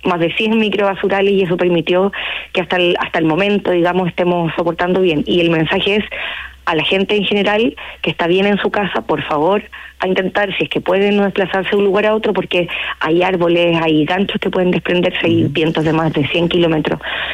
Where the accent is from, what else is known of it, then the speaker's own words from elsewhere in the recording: Chile; nosotros somos chilenos, tenemos nuestro ADN, ¿cierto?